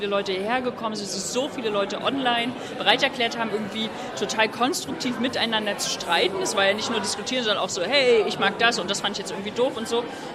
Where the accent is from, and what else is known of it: Germany